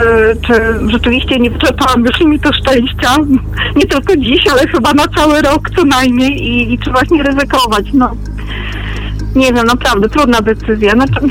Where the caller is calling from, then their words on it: Jabłonna, Masovian Voivodeship, Poland; A jestem z Jabłonny, koło Warszawy.